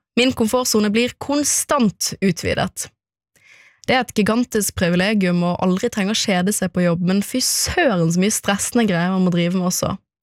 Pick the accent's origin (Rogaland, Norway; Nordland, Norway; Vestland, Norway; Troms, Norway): Vestland, Norway; Bergen; Men jeg føler meg stort sett som en hvilken som helst annen ungdom, spesielt når jeg hjemme i Bergen sammen med familien eller med vennegjengen.